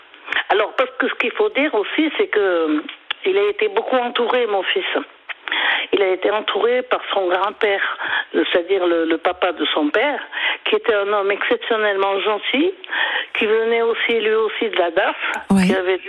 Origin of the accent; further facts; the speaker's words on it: Lyon, Auvergne-Rhône-Alpes, France; born there; je suis revenue sur Lyon, parce que moi, à l'origine, je suis née à Lyon, pour continuer mes études